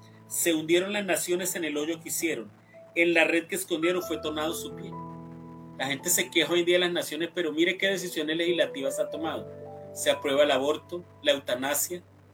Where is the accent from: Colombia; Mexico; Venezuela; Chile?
Colombia; now in United States; mi país, Colombia